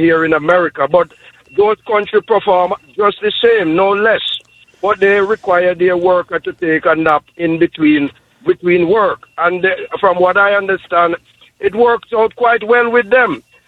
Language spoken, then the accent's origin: English; Jamaica; now in United States; I just want to say I am from the island. I'm from Jamaica.